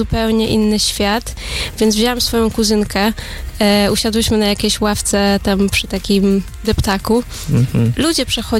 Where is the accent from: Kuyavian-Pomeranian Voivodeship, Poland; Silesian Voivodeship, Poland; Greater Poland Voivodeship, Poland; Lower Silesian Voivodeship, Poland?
Kuyavian-Pomeranian Voivodeship, Poland; Toruń; Jestem spod Torunia, ale zaczynałam w ogóle w Jarosławcu, gdzie byłam na wakacjach z rodzinką.